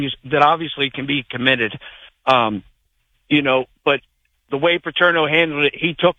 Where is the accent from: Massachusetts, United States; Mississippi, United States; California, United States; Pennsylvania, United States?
Pennsylvania, United States; Harrisburg; And I grew up in Harrisburg. I grew up in Harrisburg, Pennsylvania.